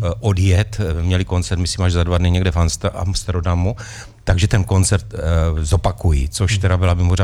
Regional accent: Slavkov u Brna, South Moravian Region, Czechia; No tak já jsem místní ze Slavkovou Brno.

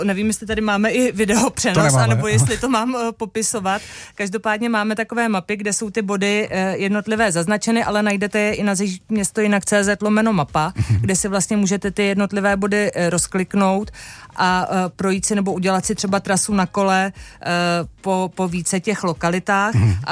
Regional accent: Pardubice, Pardubice Region, Czechia; moved away; já jsem teda původně z Pardubic

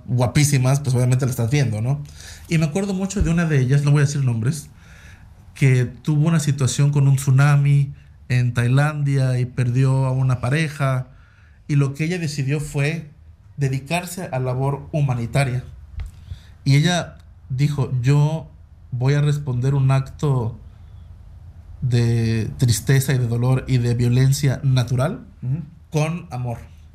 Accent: Mexico; now in Prague, Czech Republic; Es un podcast mestizo, mexicano checo, porque yo soy mexicano, pero toda la infraestructura, invitados y donde lo produzco, pues es en Praga, ¿no?

